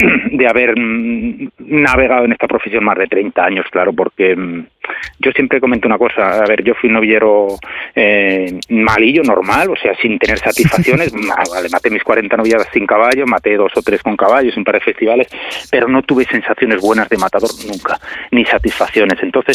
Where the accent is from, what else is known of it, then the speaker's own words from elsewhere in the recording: Zamora, Castile and León, Spain; also born or lived in Salamanca / Madrid; Oye, yo me he criado taurinamente, bueno, soy de Zamora, pero entre Salamanca y Madrid mucho